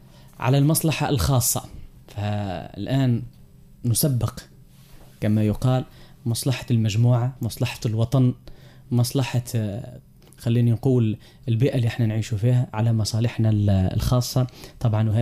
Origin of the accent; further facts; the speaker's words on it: Tunisia; وعلى بلادنا تونس الحبيبة إلى قلوبنا